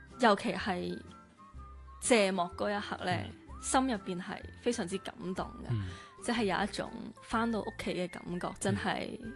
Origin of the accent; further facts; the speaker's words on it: Macau; moved away; 我同麦思玉一样，都是土生土长的澳门人，跟住出去打拼搏